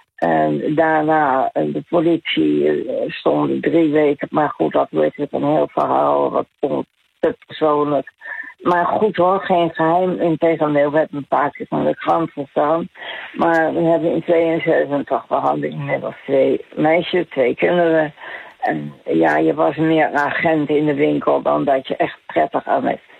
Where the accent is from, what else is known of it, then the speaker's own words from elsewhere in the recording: The Hague, South Holland, Netherlands; Ik kom daar eigenlijk uit Den Haag. Scheveningen geëvacueerd naar Den Haag.